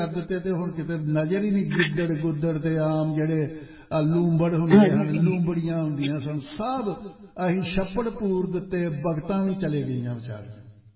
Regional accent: Batala, Punjab, India; ਸਾਡਾ ਪਿੰਡ ਹੈ ਬਟਾਲੇ ਦੇ ਲਾਗੇ, ਕਾਨੂੰ ਆਉਣ ਵਾਲੀ ਸੜਕ, ਉੱਥੇ ਟਿੱਬੇ ਹੁੰਦੇ ਸਨ

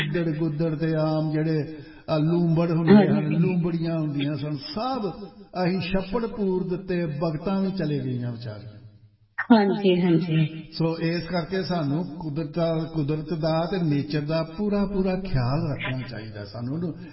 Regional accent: Punjab, India; ਸਾਡਾ ਜਿਹੜਾ ਪਿੰਡ ਹੈ ਨਾ, ਸਾਡਾ ਪਿੰਡ ਹੈ ਬਟਾਲੇ ਦੇ ਲਾਗੇ, ਖਾਨੂੰ ਆਉਣ ਵਾਲੀ ਸੜਕ, ਉੱਥੇ ਟਿੱਬੇ ਹੁੰਦੇ ਸਨ

